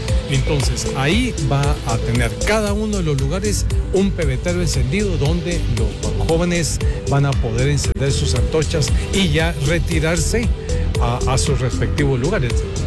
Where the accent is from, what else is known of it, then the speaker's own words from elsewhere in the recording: Guatemala; que somos los guatemaltecos